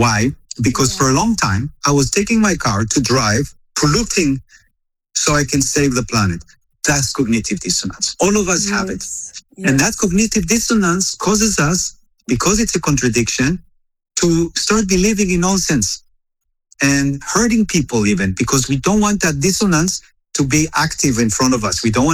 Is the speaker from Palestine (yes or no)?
no; Israel; It was a convertible, you know, like I come from Israel. It was a dream, a Ford Mustang.